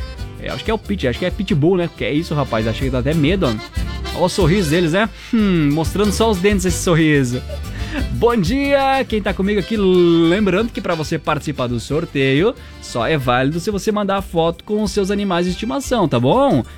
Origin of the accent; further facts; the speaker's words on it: Xaxim, Santa Catarina, Brazil; moved away; eu que sou de Xaxim, voto ainda em Xaxim.